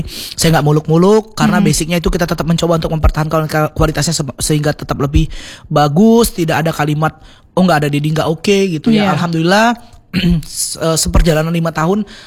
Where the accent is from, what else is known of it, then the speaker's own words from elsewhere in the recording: Palembang, South Sumatra, Indonesia; kita wong Palembang ini banyak cengkoneknya.